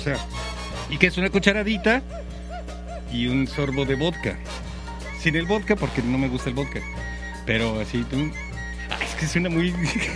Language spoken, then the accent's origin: Spanish; Mexico City, Mexico; yo soy de San Ángel. Allá. O lo que sería Torres de Miscuac también.